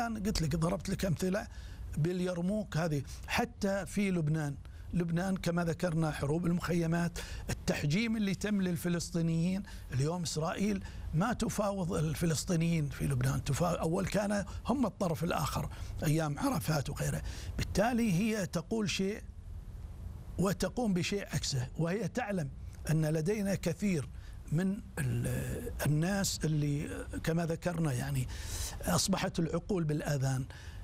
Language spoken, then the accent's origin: Arabic; Kuwait; بعض كتاب عندنا بالكويت